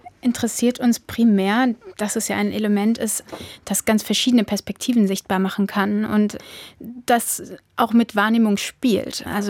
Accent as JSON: {"language": "German", "town": "Kirchheimbolanden", "region": "Rhineland-Palatinate", "country": "Germany", "tie": "born or raised there", "said": "Wir sind in Kirchambulanten aufgewachsen und haben dadurch natürlich ja eine besondere Verbindung zur Stadt."}